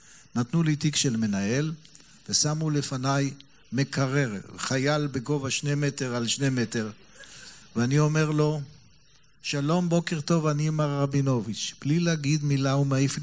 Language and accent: Hebrew; Haifa, Haifa District, Israel; אני בתור חיפאי